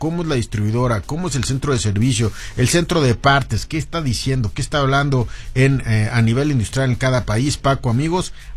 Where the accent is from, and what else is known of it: Mexico